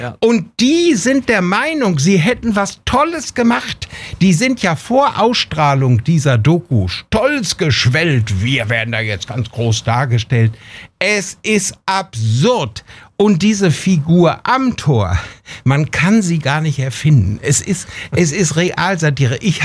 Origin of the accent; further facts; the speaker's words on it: Bünde, North Rhine-Westphalia, Germany; die am 8. Oktober in meine Heimat nach Bünde kommen, in die Stadthalle